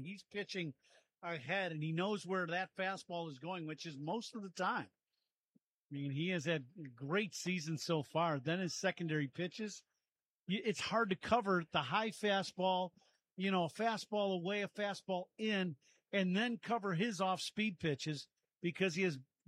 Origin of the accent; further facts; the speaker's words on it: Chicago, Illinois, United States; growing up in Chicago